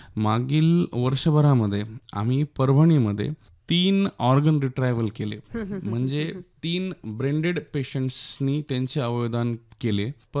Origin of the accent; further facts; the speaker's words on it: Renapur, Maharashtra, India; मी मूळचा पाथरी तालुक्यातील रेणापूर हे माझं गाव आहे.